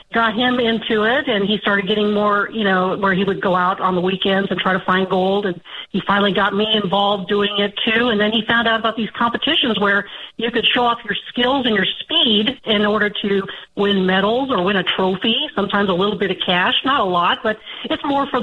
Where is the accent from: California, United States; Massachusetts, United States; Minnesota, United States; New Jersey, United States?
California, United States; Fresno; moved away as an adult; now in North Carolina, United States; I'm from the Fresno area, from the Central Valley.